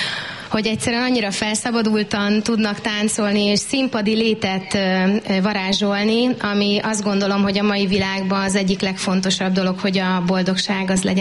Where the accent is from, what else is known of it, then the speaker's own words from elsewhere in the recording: Szarvas, Békés, Hungary; born there; Valóban szarvasi születésű vagyok. Békés megyei vagyok.